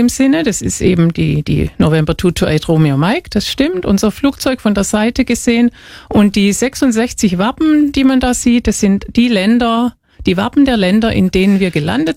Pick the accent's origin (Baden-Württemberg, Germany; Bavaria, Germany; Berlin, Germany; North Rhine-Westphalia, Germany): Baden-Württemberg, Germany; Walldorf; Ich komme aus Waldorf, südlich von Heidelberg.